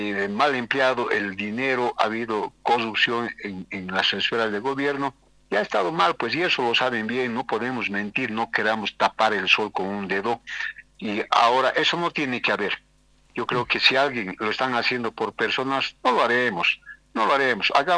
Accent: Potosí, Bolivia

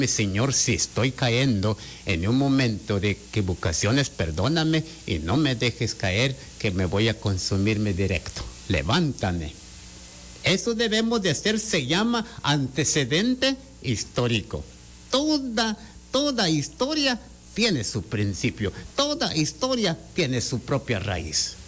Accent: Jocotán, Chiquimula, Guatemala; Yo soy de Jocotán.

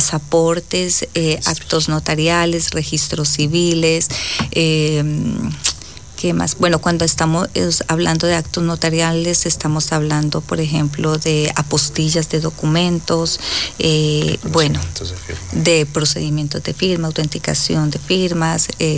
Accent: Colombia; moved away; nuestros hermanos colombianos, que aunque estamos lejos de nuestra tierra, siempre nosotros como colombianos hemos sido muy unidos.

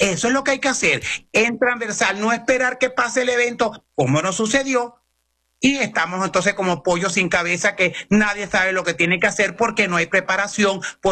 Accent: Venezuela

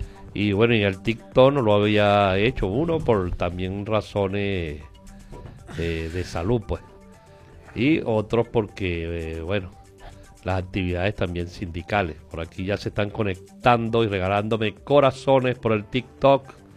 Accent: El Tigre, Anzoátegui, Venezuela; born there; Yo nací en El Tigre, Estado Anzoátegui

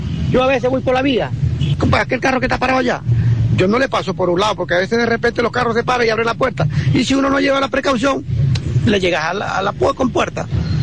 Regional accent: El Tukuko, Zulia, Venezuela; soy del Tocuco. Me dedico aquí a trabajar mototaxi.

